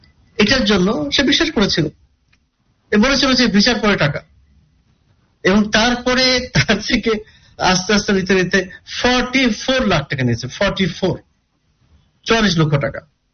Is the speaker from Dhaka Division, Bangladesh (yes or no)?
no; Kushtia, Khulna Division, Bangladesh; আমার বাড়ি যেমন কুষ্টিয়া, অনেকে বিভিন্ন দূরের থেকে আসে।